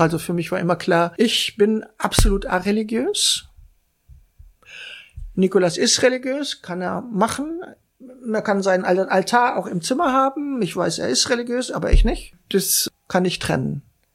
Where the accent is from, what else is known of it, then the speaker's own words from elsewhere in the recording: Germany; moved away; Eindeutig Europäerin, viele haben auch getickt, ich bin eine Deutsche